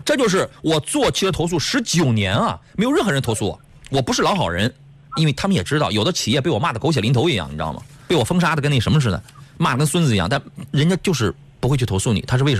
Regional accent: Qingdao, Shandong, China; 我老家的朋友，我的老乡们

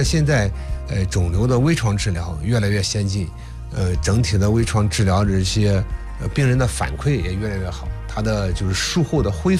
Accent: China; 我们中国人幽门螺杆菌感染的比率超过一半以上。

